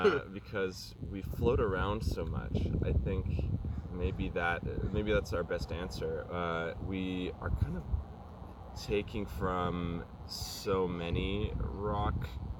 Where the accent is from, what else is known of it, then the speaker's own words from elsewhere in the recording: North Vancouver, British Columbia, Canada; now in Vancouver, Canada; I grew up in North Van.